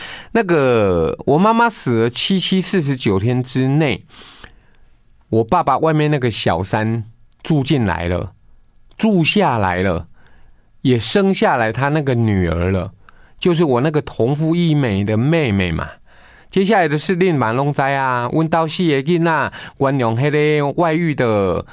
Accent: Taichung, Taiwan; 中彰投的听友就知道我台中人，我读卫道的

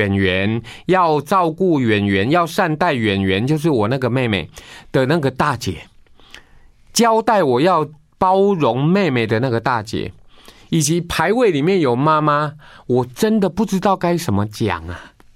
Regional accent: Taichung, Taiwan; 中彰投的听友就知道我台中人，我读卫道的

